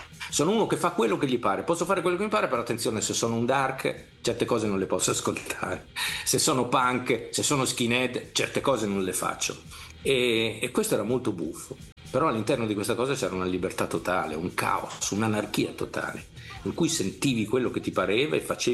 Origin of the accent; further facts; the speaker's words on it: Emilia-Romagna, Italy; Beh, noi avevamo due poli, no, dalle nostre parti, uno era Bologna, il polo invernale, e l'altro il polo estivo che era Rimini e tutta quella parte di Romagna.